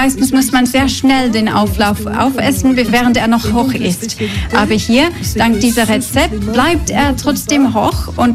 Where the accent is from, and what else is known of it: England, United Kingdom; German is a second language; now in Antibes, France